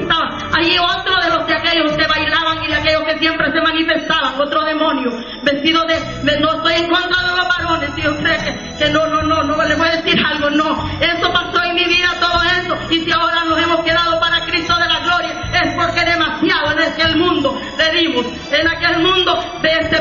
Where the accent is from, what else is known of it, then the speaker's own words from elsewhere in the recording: El Salvador; moved away as an adult; Aleluya, soy del Salvador, bendito sea su nombre para siempre, aleluya. Y me crié allá por una isla y de allá tuve que dejar a mis hijos.